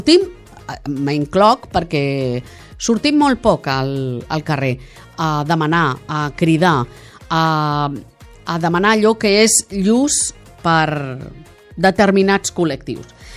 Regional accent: Montornès del Vallès, Catalonia, Spain; especialment de Montornès, que és el meu poble

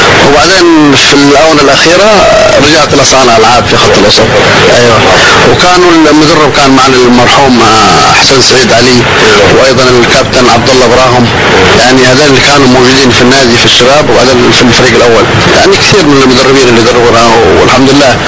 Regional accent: Hadhramaut, Yemen; نحن مننا 10 من حضرموت

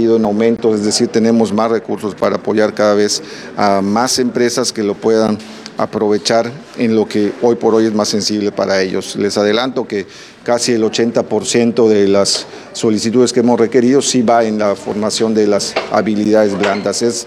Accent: Yucatán, Mexico; Ese es uno de los retos principales que tenemos todos como sociedad yucateca

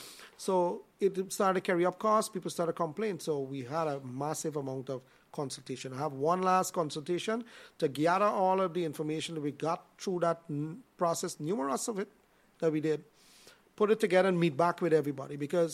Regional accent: Vreed-en-Hoop, Essequibo Islands-West Demerara, Guyana; I born and raised in Ridenhope.

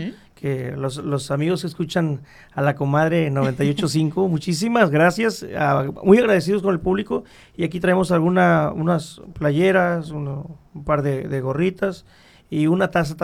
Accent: Pánuco, Veracruz, Mexico; moved away; el videoclip está grabado ahí de donde yo soy.

